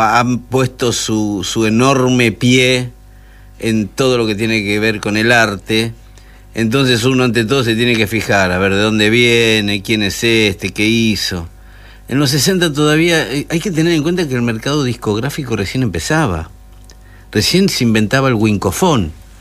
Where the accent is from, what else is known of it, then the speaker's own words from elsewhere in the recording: Buenos Aires, Argentina; Bueno, usted sabe que yo crecí ahí en la Galería del Este.